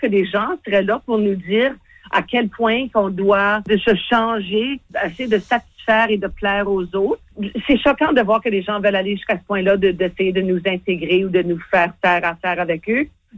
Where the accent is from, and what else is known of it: Canada; first language French